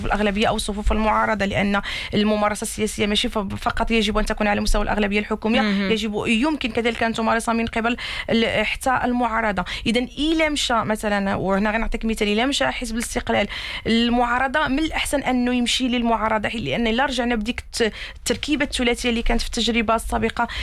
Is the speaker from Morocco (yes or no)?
yes; Morocco; عندنا في المغرب مثلا تنتكلموا على حكومة ائتلافية